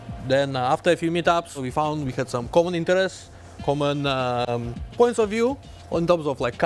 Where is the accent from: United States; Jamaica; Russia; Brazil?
Russia; now in Singapore; About me going back to Russia, I don't think anywhere in the near future. I mean, I'm Singaporean. I wish to have my children here as well, because I think Singapore is a perfect place to have a family. Now this is my home.